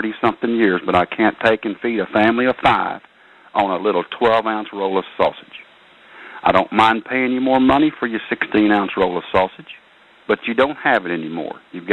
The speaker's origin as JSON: {"language": "English", "region": "Texas", "country": "United States", "said": "I'm not from the North. I'm a Texas man."}